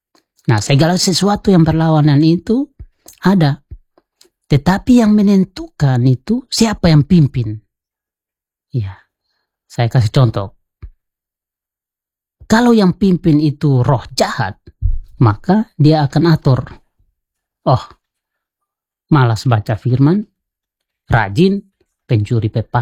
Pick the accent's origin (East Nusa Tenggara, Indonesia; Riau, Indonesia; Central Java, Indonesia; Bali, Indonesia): East Nusa Tenggara, Indonesia; Kupang; ya kita orang Kupang bilang istilah apa ya, daun muda, orang biasa, cuci mata.